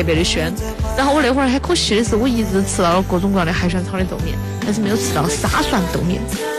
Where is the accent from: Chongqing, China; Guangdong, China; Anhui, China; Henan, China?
Chongqing, China; 我们重庆人只能半天